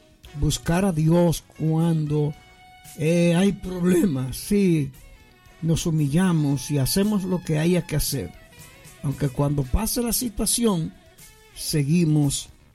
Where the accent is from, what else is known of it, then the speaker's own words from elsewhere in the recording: Dominican Republic; los diferentes líderes de nuestra República Dominicana